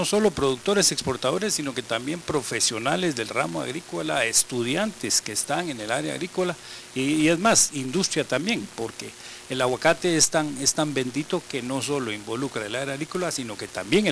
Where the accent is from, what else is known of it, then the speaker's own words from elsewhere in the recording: Guatemala; como guatemaltecos, tenemos que seguir confiando y creyendo en nuestro propio país